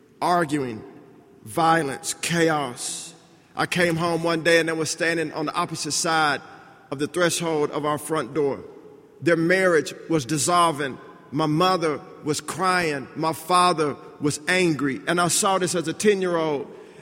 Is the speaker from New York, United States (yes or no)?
no; Texas, United States; I'm from Texas.